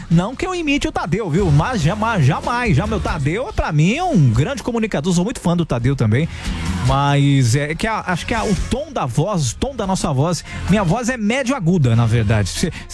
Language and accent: Portuguese; Corumbá, Mato Grosso do Sul, Brazil; Bom dia, sou de Corumbá. Ó, tamo aqui no trabalho, aqui na padaria.